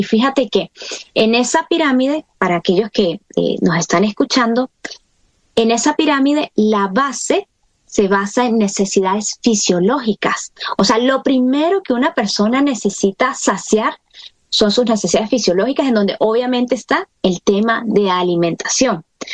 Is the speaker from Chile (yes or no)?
no; Venezuela; darles la mejor imagen de lo que somos como venezolanos, lo que somos como ciudadanos